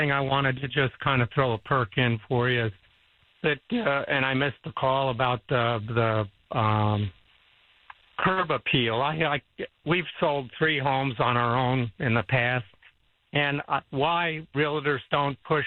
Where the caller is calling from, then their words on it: Harper, Texas, United States; Calling from up in Harper.